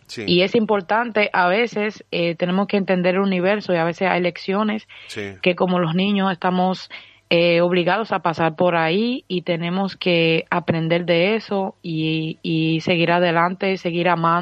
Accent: Dominican Republic; now in France; allá en RD, allá en mi país.

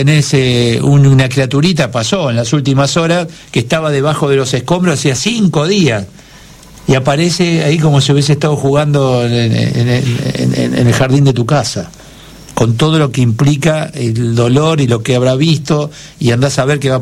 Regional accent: Argentina; Y una Argentina que tiene todo lo contrario, tenemos todo, todos potencialmente ricos, todo.

